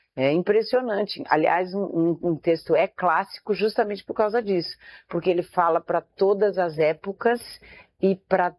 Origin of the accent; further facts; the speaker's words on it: Rosário do Sul, Rio Grande do Sul, Brazil; born there; Eu nasci no Rio Grande do Sul, no Rosário do Sul.